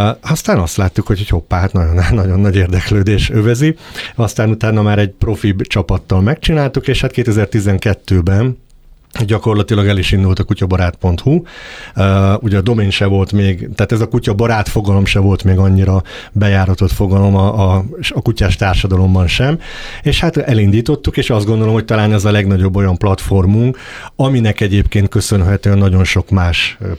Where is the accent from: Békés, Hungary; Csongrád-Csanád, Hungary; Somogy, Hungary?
Somogy, Hungary; Balatonkeresztúr; Hát mondhatom, hogy ott nőttem fel, 8 éves koromban költöztünk családdal Balatonkeresztúra, ahol fejeztem be az általános iskolát, majd Fonyódon érettségiztem a gimnáziumba